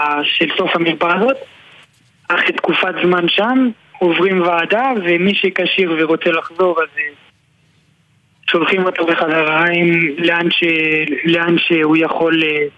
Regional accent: Jerusalem, Jerusalem District, Israel; born there; now in Ofra; אני יהוד, נולדתי בירושלים, כיום גר באופרה

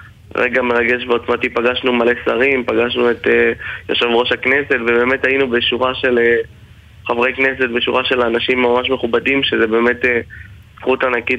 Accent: Acre, Northern District, Israel; אני משרת בלשכת גיוס בחיפה, אני באמת מעכו

